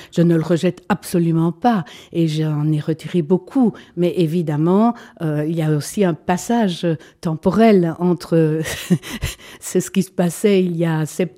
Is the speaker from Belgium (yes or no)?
yes; Belgium; J'étais originaire de Abbé, donc de Tuy Gomez.